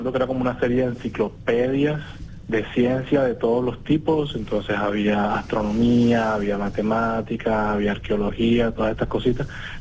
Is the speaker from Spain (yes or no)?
no; Cartagena, Bolívar, Colombia; Luego nos mudamos para el barrio de Los Alpes. Allá sí. Viví casi toda mi infancia y parte de mi adolescencia.